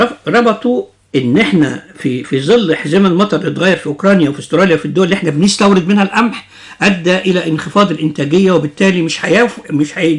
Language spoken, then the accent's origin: Arabic; Egypt